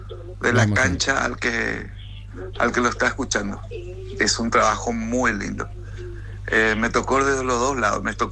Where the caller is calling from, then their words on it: Clorinda, Formosa, Argentina; Soy de Clorinda, acá de la Argentina.